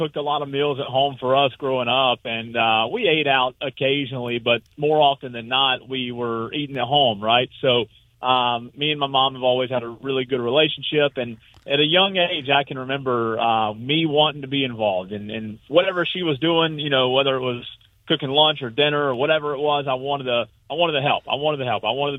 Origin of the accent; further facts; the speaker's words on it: Spartanburg, South Carolina, United States; I'm from Spartanburg, and obviously the community of Spartanburg-Greenville are near and dear to my heart.